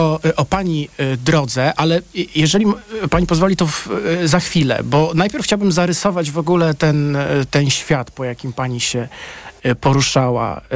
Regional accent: Tricity, Pomeranian Voivodeship, Poland; moved away; Pozdrawiamy Trójmiasto, moje rodzinne strony.

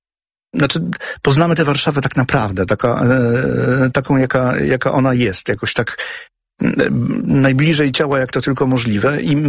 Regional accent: Katowice, Silesian Voivodeship, Poland; moved away as an adult; also born or lived in Zagłębie Dąbrowskie; now in Warsaw, Poland; w Katowicach od momentu, kiedy rozpoczynałem naukę w szkole podstawowej. Od 6 roku życia mieszkałem w Katowicach, dlatego całe moje świadome życie tak naprawdę Katowice, ale z pochodzenia nie jestem Ślązakiem, pochodzę z Zagłębia

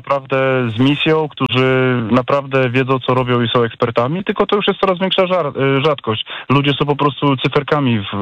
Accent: Silesian Voivodeship, Poland

